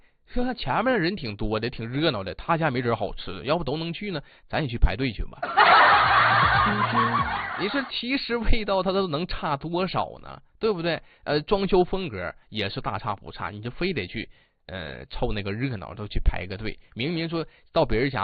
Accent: Northeast China, China; accent: Northeastern Mandarin; 咱们东北话讲叫什么？叫随大溜啊。

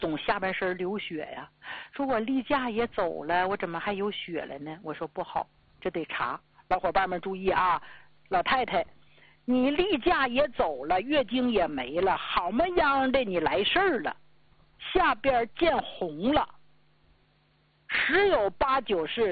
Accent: Northeast China, China; accent: Northeastern; 咱们东北话叫哈捧子

